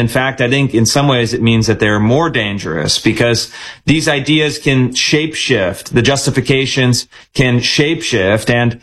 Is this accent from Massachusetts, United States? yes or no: no; Washington, United States; I mean, we've seen this playbook here in my home state of Washington State, where they're racking up the taxes on business people and entrepreneurs.